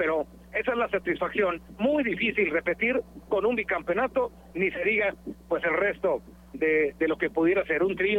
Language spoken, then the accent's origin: Spanish; Delicias, Chihuahua, Mexico; para nosotros que somos de Delicias, de la región, de la tercera zona